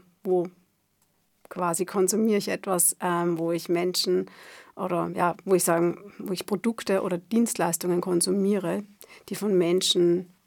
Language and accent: German; Austria; dass Menschenhandel in Form der sexuellen Ausbeutung bei uns in Österreich an erster Stelle ist.